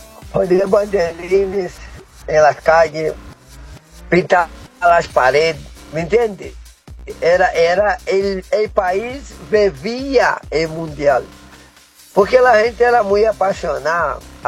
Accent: Brazil; moved away; nosotros como brasileños estamos acostumbrados a que Brasil vaya a los mundiales.

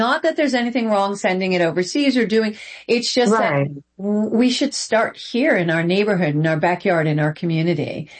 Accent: New York, United States; now in Southern US; because I'm a New Yorker, we don't really do pageants up there. When I came down south, I was like, why is there a pageant for everything?

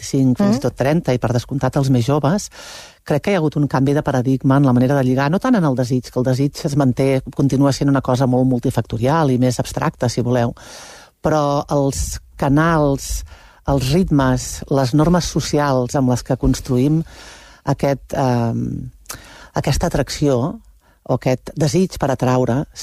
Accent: Prats de Lluçanès, Catalonia, Spain; Tio, és que jo soc de Prats de Lluçanès.

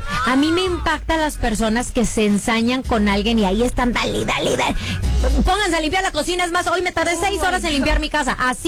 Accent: Mexico; Tenemos derecho a manifestarnos como buenos mexicanos

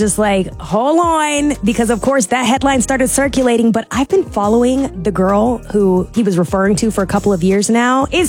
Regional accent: Houston, Texas, United States; Because like you, I grew up in Houston

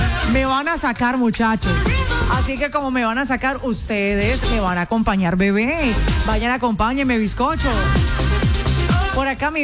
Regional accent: Cali, Valle del Cauca, Colombia; como buenos caleños que somos, que nos encanta la rumba, que nos encanta el alboroto

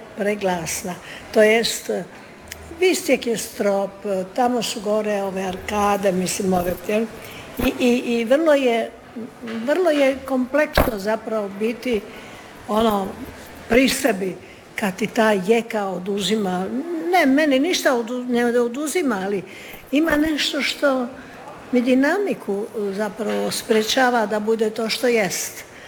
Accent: Dubrovnik, Dubrovnik-Neretva County, Croatia; Dubrovnik je moj rodni grad, ja nemam tu šta reći, osim da sam mu vjerna do kraja života.

